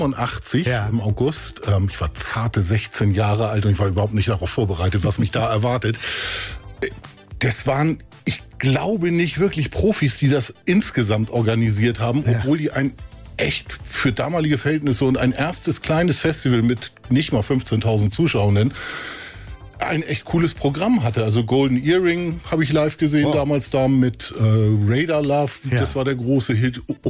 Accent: Kappeln, Schleswig-Holstein, Germany; wir waren ja auf dem Land, ich komme selber aus Kappeln

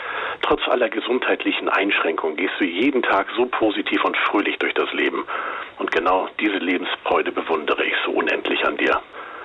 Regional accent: Hanover, Lower Saxony, Germany; ich komme aus Hannover.

